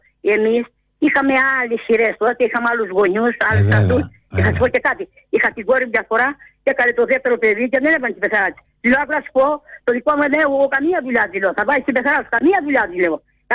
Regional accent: Peloponnese, Greece; born there; moved away; Στα Νεμοδούρη απ' έξω, στη Μεγαλόπολη απ' έξω

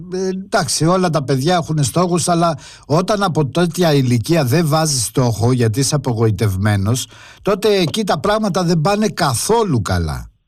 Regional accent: Greece; Ναι, εμείς είμαστε Έλληνες.

